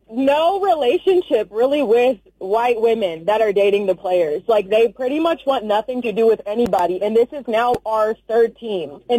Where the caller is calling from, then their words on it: Indianapolis, Indiana, United States; I'm calling from Indianapolis.